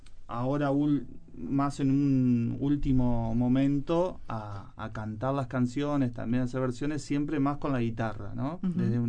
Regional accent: Carmelo, Colonia, Uruguay; moved away as an adult; soy de Carmelo, me vine para acá a los 18

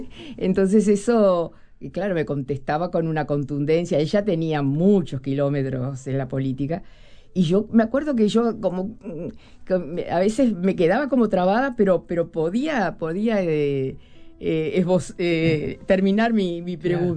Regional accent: Cardona, Soriano, Uruguay; moved away as an adult; also born or lived in Montevideo, Uruguay; Yo nací en Montevideo, pero me crié hasta que me casé muy joven, en Cardona, departamento de Soriano.

